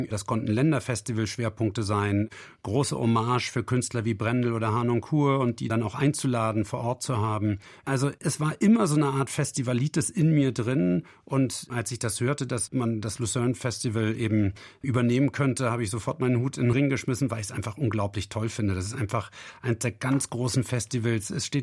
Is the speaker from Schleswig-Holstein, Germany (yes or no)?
yes; Eutin, Schleswig-Holstein, Germany; born there; Ich bin damals bei den Eutima Sommerspielen auch groß geworden.